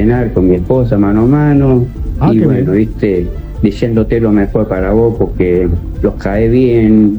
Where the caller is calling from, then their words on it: La Francia, Córdoba, Argentina; de la Francia